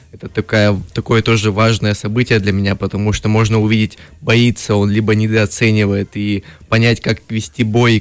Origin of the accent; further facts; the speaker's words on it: Kamensk-Uralsky, Sverdlovsk Oblast, Russia; Я сам родом с Каменска-Уральска, это здесь 90 километров.